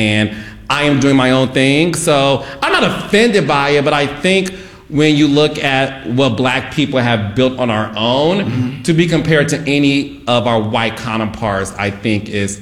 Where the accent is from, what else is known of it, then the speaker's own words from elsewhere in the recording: Detroit, Michigan, United States; You know, I'm from Detroit, Michigan.